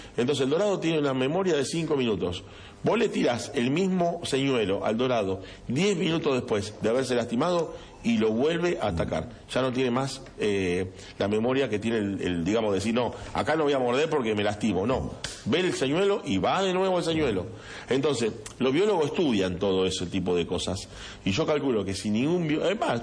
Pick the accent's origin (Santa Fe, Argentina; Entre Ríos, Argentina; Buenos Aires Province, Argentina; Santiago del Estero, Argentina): Santa Fe, Argentina; Arroyo Seco; Yo me crié toda la vida en Atlético de Arroyo Seco, vivía a dos cuadras